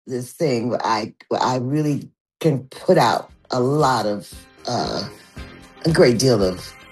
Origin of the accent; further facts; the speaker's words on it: Chicago, Illinois, United States; I'm from Chicago, you know? I think Chicago is a special city, you know.